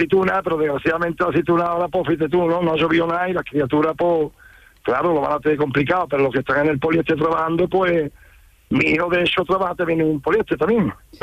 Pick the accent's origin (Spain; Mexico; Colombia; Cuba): Spain; Coria del Río, Andalusia; now in Casariche, Spain; yo ahí en mi pueblo, en Coria, ¿no? Pues la típica palabra churrita, donde me fui a vivir a Casariche, a la Sierra Sur de Sevilla.